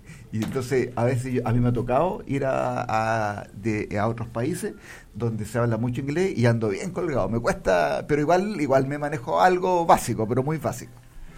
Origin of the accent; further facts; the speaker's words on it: Curicó, Maule, Chile; also born or lived in Hualañé; yo soy de acá, ¿cierto? Yo soy gualañecino, pero me crié toda mi vida en Curicó, pero obviamente soy del distrito 17, que se llama, que es la provincia de Curicó y la provincia de Talca.